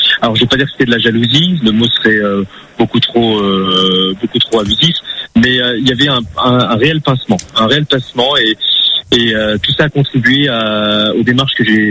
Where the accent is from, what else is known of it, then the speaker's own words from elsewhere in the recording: Clermont-Ferrand, Auvergne-Rhône-Alpes, France; also born or lived in South Korea; je suis né en Corée du Sud, à une date qu'on ne connaît pas, avec plein d'informations que malheureusement on ne connaît pas. Et ce, malgré avoir été élevé dans une famille très aimante de Clermont-Ferrand, dans les alentours de Clermont-Ferrand